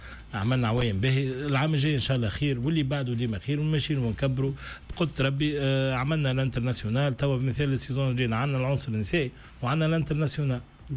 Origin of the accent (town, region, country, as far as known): Tunisia